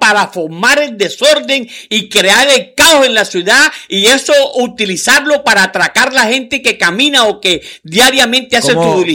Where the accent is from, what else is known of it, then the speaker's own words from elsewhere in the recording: Venezuela; ¿Usted quién es? Yo soy venezolano.